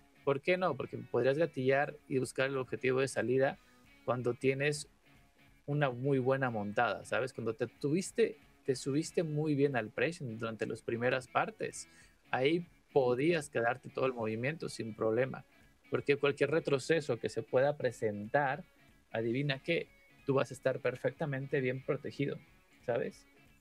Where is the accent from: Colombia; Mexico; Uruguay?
Mexico; yo soy mexa, yo soy de México.